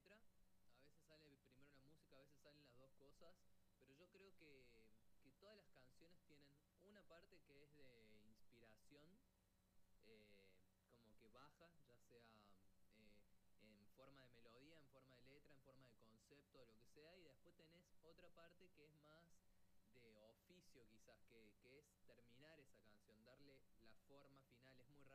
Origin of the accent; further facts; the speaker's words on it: Córdoba, Argentina; Somos amigos de Córdoba de hace un montón de años